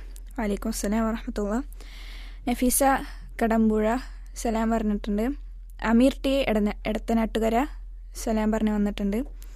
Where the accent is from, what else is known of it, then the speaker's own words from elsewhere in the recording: Tirur, Kerala, India; ഞാൻ തിരൂരിൽ നിന്നാണ്, ഞാൻ ഗ്രീൻ വാലിയിൽ 10th പഠിക്കുന്നത്, ഗ്രീൻ ഹോമിലാണ്.